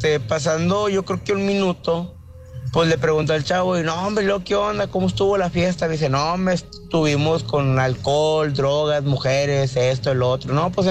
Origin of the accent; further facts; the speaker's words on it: Querétaro, Mexico; Acá mi compañero viene de Puebla, yo soy de Querétaro.